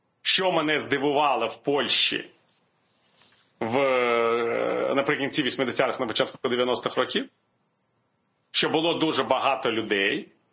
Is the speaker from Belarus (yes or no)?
yes; Belarus; Не тому, що я був білорус, а тому, що просто я був досвідчений партійний керівник.